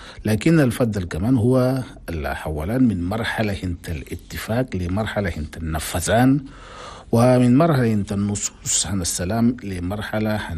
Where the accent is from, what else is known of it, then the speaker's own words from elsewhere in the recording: Chad; نظرا لانتشارنا مرة الكوليرا في وقتنا الأخير ده في بعض من المناطق هنا بلدنا تشاد